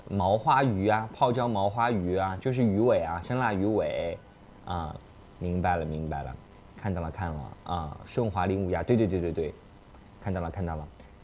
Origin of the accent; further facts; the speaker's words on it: Sichuan, China; 我们四川人